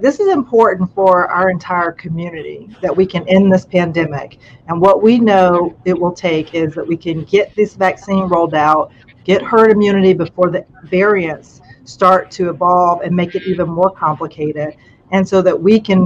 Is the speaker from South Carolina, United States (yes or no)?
no; North Carolina, United States; I come from Eastern North Carolina. I very much come from a sense of it takes a village.